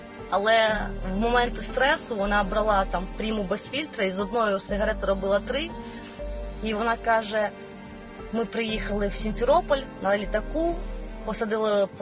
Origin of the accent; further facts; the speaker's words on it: Crimea, Ukraine; то я теж прийняла рішення, бо я сама з Криму, і фактично повертатися було нема куди